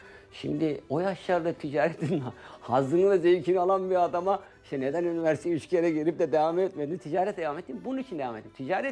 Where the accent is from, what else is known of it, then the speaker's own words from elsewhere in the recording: Istanbul, Turkey; Aslında doğma büyüme İstanbul'dasınız ama aileniz farklı bir coğrafyadan gelmiş.